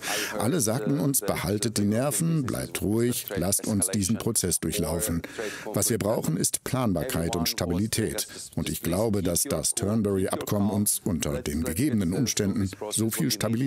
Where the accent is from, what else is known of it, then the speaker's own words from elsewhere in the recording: Slovakia; Und Sie verstehen, ich komme aus der Slowakei, ich weiß, wie wichtig die Automobilindustrie ist.